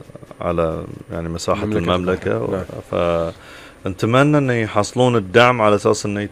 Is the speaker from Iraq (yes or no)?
no; Bahrain; كلنا كبحرينيين